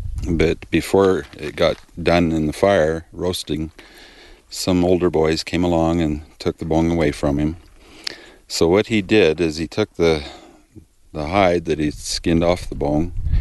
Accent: Lethbridge, Alberta, Canada; We're from Lethbridge, Alberta, in Canada.

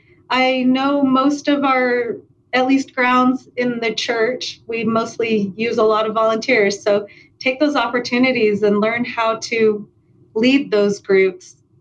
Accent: Springville, Utah, United States; I grew up in Springville, Utah.

